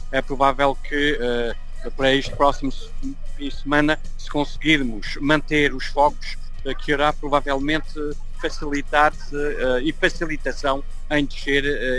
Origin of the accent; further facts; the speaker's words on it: Ourém, Centro, Portugal; moved away; eu sou de Dorém, Fátima